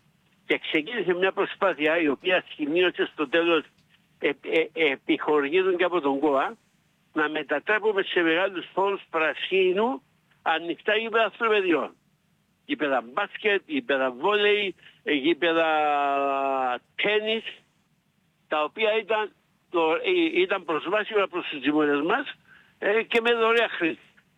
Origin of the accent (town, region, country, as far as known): Germasogeia, Limassol District, Cyprus; born there